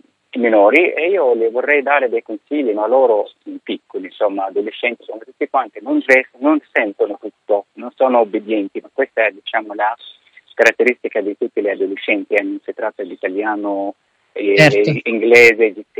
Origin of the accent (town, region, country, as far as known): Egypt; born or raised there; Italian is a second language; moved away as an adult; now in Rome, Italy